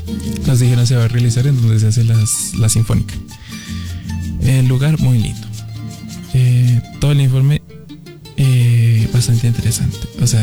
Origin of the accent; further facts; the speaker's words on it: Colombia; now in Mexico; O sea, como colombianos, o sea, no era el único colombiano, como colombianos nos hicimos notar.